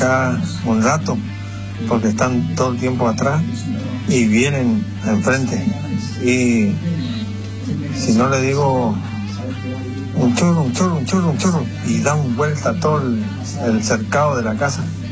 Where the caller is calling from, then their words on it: Chaco, Argentina; Yo soy del Chaco